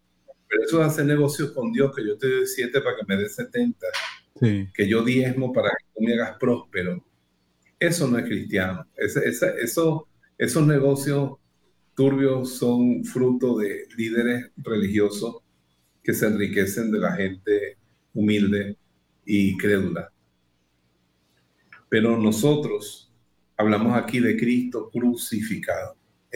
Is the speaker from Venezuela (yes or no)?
yes; Venezuela; moved away; also born or lived in La Ceja, Antioquia, Colombia / Spain